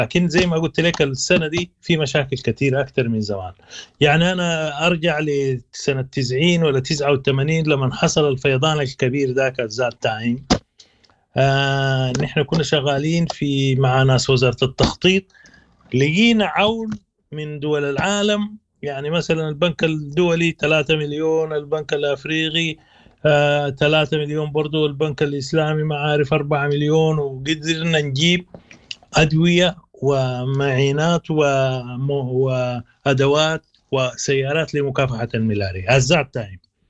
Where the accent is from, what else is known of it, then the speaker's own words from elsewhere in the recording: Sudan; كسودانيين